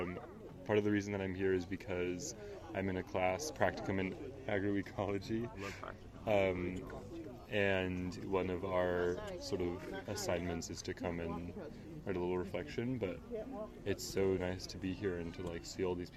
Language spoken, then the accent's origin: English; New York City, New York, United States; So I grew up in New York City, and I live right near Union Square, which has a big farmer's market.